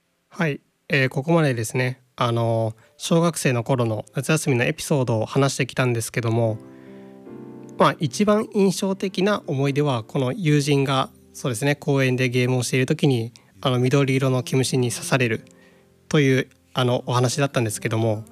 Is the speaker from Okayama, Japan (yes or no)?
yes; Okayama, Japan; born or raised there; now in Nonoichi, Japan